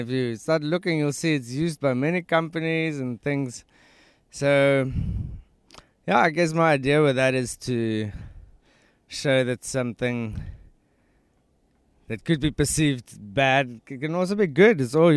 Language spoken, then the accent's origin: English; Johannesburg, Gauteng, South Africa; Because we're from Joburg, we do a lot of pre-manufacturing.